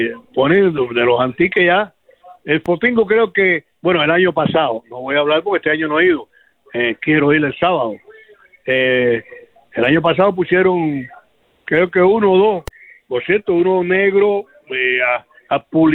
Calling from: Santa Clara, Villa Clara, Cuba

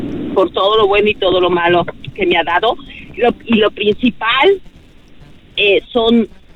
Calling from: San Jose, California, United States; De San José.

